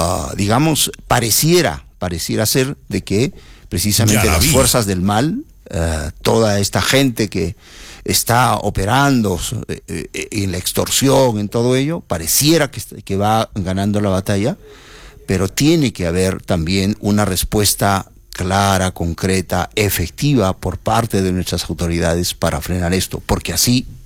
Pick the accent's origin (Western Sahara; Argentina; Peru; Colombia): Peru